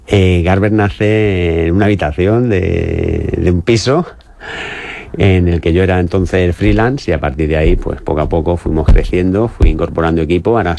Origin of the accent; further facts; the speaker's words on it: Aspe, Valencian Community, Spain; Estamos en ASPE porque somos de allí, somos de ASPE